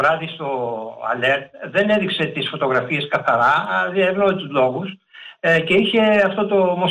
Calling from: Piraeus, Attica, Greece; από Πειραιά.

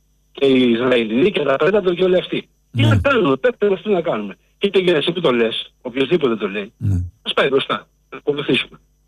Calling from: Greece; δεν τρέπομαι ρε φίλε που είμαι Έλληνας. Πραγματικά δεν τρέπομαι που είμαι Έλληνας.

